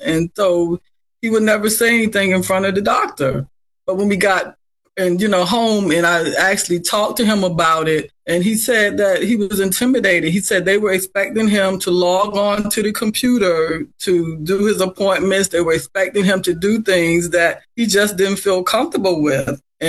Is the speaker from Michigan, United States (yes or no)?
no; Virginia Beach, Virginia, United States; Okay, well, I grew up in Virginia Beach area